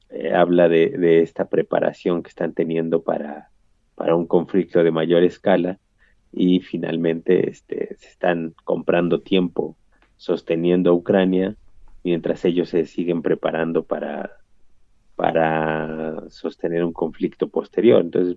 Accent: Mexico

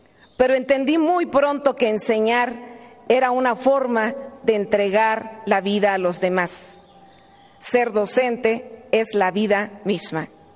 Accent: Michoacán, Mexico; Vengo orgullosamente de Michoacán, de una familia de maestras y maestros

